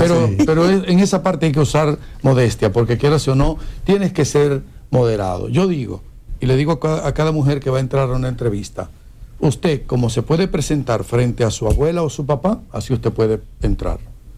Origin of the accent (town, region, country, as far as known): Dominican Republic